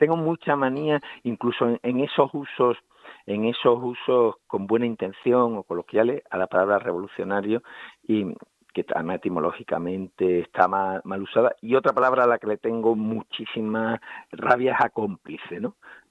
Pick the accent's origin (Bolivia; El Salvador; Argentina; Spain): Spain; El Puerto de Santa María, Andalusia; mi pueblo, que es el Puerto de Santa María